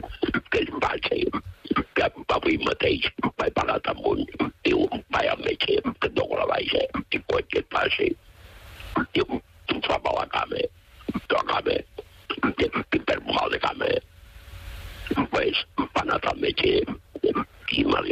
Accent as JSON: {"language": "Catalan", "town": "Claravalls", "region": "Catalonia", "country": "Spain", "said": "Bueno, sí, som de Claravalls."}